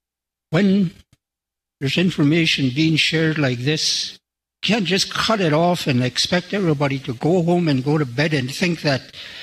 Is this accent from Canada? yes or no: yes; Fort Good Hope, Northwest Territories, Canada; I'm from Port Good Hope, member of the Yamaga Land Corporation